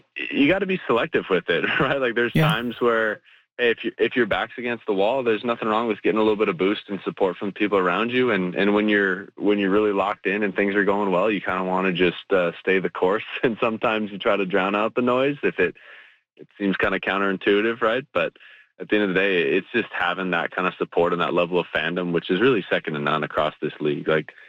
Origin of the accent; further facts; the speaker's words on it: Canada; I've been a diehard Jays fan my whole life growing up in Canada.